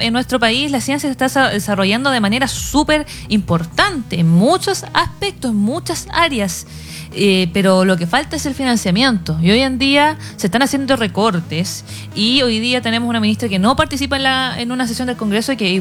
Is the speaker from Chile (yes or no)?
yes; Chile; nosotros como chilenos o chilenas